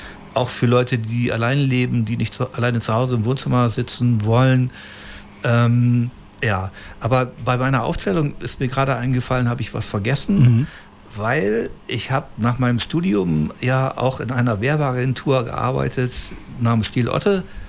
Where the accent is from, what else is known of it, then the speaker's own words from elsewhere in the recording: Osnabrück, Lower Saxony, Germany; ich bin hier in Osnabrück aufgewachsen und geboren